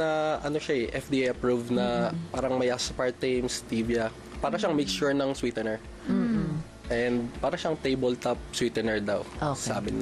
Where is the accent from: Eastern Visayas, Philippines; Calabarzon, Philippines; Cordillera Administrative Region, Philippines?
Cordillera Administrative Region, Philippines; dun sa amin sa Ifugao.